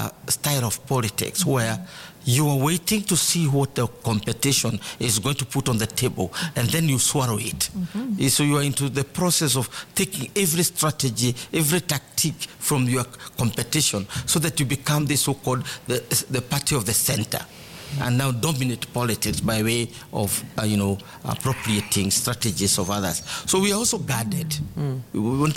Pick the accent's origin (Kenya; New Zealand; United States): Kenya; Murang'a County; those of us who come from Muranga.